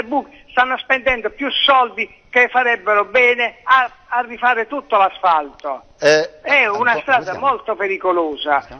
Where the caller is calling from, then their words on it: Taranto, Apulia, Italy; Io telefono da Taranto.